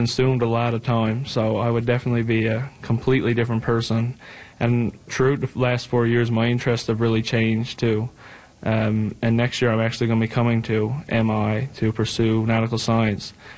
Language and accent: English; Newfoundland and Labrador, Canada; where we're from Labrador